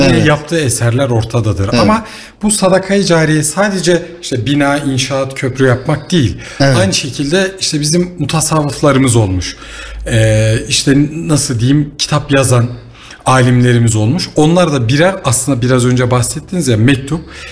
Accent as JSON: {"language": "Turkish", "region": "Erzurum", "country": "Turkey", "tie": "born or raised there", "said": "Erzurumluyum. 1989 yılında Erzurum'da dünyaya geldik. Eğitim hayatımızı Erzurum'da tamamladık."}